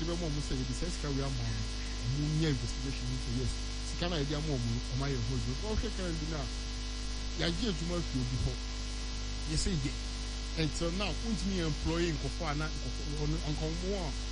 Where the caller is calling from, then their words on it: Ghana; as a Ghanaian